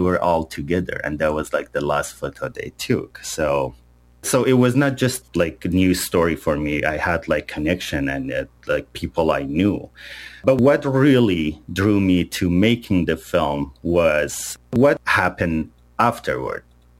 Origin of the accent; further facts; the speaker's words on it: Iran; moved away; My brother called me from San Andej, my hometown Snow